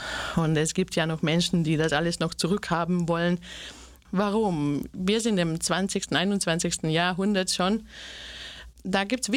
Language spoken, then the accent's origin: German; Slovakia; now in Linz, Austria; Ich komme auch aus der Slowakei. Ja, also ich bin auch eine Minderheit. Ich kenne dieses Minderheitsgefühl auch in Österreich.